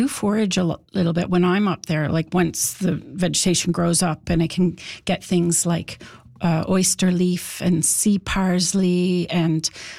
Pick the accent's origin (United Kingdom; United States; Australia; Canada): Canada; St. Anthony, Newfoundland and Labrador; When I grew up in St. Anthony, and we would drive. It would take 2 hours to get to Lancemeadows from St. Anthony because it was a dirt road I was a child.